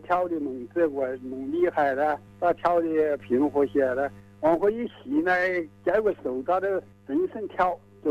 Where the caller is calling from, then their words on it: Xiantao, Hubei, China; 我是仙桃市毛泽镇。